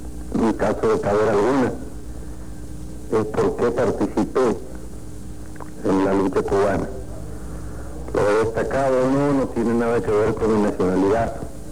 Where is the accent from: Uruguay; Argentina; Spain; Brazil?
Argentina; Rosario, Santa Fe; born there; moved away; nací en Argentina.